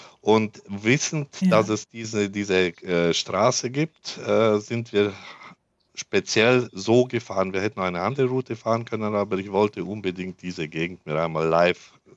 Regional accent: Transylvania, Romania; now in Germany; ich bin vor 45 Jahren selber aus Siebenbürgen, also Siebenbürger Sachsen, ausgewandert und habe eigentlich Rumänen nie so kennengelernt

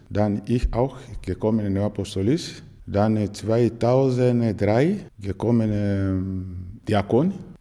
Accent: DR Congo; German is a second language; moved away as an adult; now in Neuburg an der Donau, Germany; ich komme aus dem Kongo demokratisch. Ich bin Priester in Neuapostolisch. Ich habe gekommen nach Deutschland 2016, 7. März gekommen.

